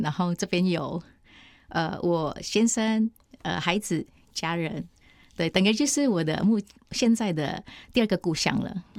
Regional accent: Indonesia; now in Xinzhuang, Taiwan; 那我本身就是来自于印尼的那个华人，对，那就是我的祖先呢，就是他是来自于中国广东，陆丰县，对。那我本身就是第四代的那个客家华人

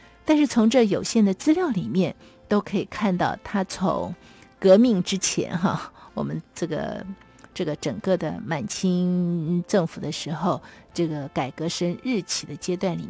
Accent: China; 对于我们中国人来说，好像真的要对他有些的感谢才对啊。

